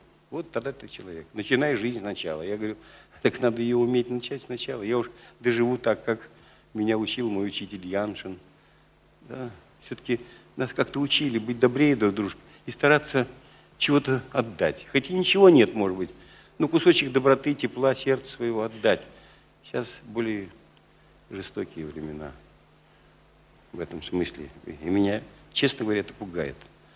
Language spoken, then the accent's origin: Russian; Moscow, Russia; Мы, москвичи